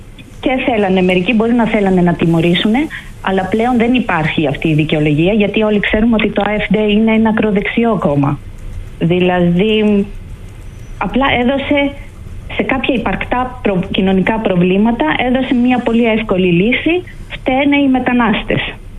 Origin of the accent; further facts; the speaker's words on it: Greece; Εμείς σαν Έλληνες πρέπει να θυμόμαστε